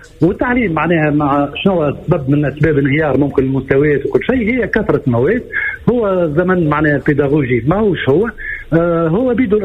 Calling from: Tunis, Tunis Governorate, Tunisia; أنا من تونس.

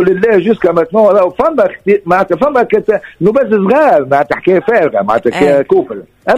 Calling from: Sousse, Sousse Governorate, Tunisia; أنا متاعك من سوسة والمدام من بنزرت.

